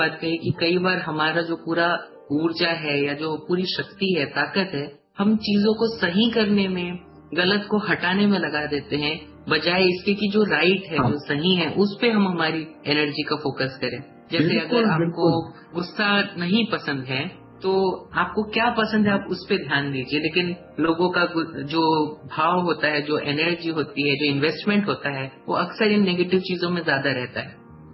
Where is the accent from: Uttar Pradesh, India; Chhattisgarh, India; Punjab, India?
Chhattisgarh, India; born there; क्योंकि मैं छत्तीसगढ़ में पैदा हुआ हूँ, अमरकंटक बिलासपुर के बिल्कुल नजदीक है